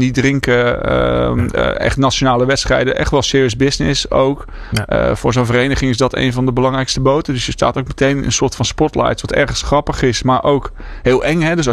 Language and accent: Dutch; Heerhugowaard, North Holland, Netherlands; now in Groningen, Netherlands; En nou, ik kwam uit Heerhugowaard, dat ligt bij Alkmaar. En ik was dus nieuw in Groningen.